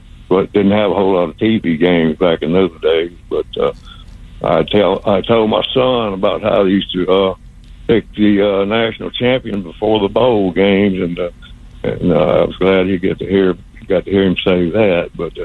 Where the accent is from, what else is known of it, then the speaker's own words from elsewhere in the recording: Baton Rouge, Louisiana, United States; I'm from Baton Rouge. I was born and raised in Baton Rouge